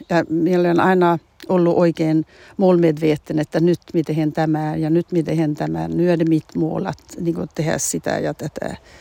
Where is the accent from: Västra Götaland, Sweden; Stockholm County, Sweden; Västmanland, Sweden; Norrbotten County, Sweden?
Norrbotten County, Sweden; Torne Valley; now in Skåne, Sweden; olen ylpeä, että olen Tornionlaaksosta. Kotiseutu on tärkeä, sitten se kulttuuri, missä olen kasvanut ylös ja, niin, ja kieli ja kaikki tämän Tornionlaakson kulttuuri on ollut tärkeä mulle.